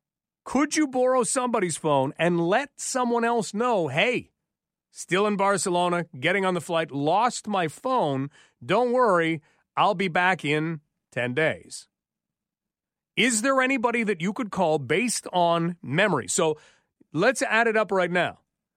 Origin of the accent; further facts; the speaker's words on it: Hawkesbury, Ontario, Canada; also born or lived in London; I was born in London but moved to Hawkesbury when I was young and grew up there for a little while.